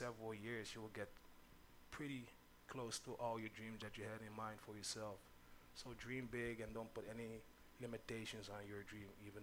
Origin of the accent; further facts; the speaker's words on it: Sint Eustatius, Caribbean Netherlands; hey, I'm from this island. Like, you remember, I'm from Stacia, and they have a lot of talent here.